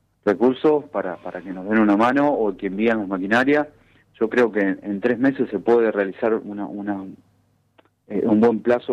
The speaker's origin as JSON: {"language": "Spanish", "town": "Gaboto", "region": "Santa Fe", "country": "Argentina", "tie": "born or raised there", "said": "yo soy un presidente joven, nacido, nativo de mi pueblo"}